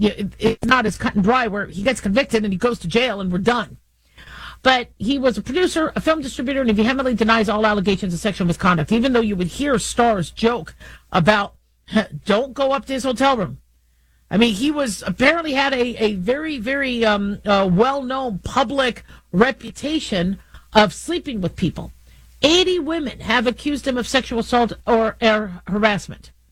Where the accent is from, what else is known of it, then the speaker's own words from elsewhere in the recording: Hollywood, California, United States; born there; You know, I was born in Hollywood, right? Born in Cedars of Lebanon, now Cedars of Sinai Hospital.